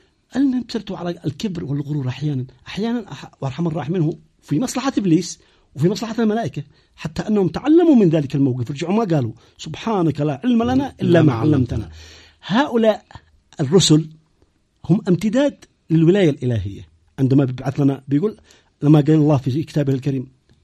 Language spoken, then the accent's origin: Arabic; Yemen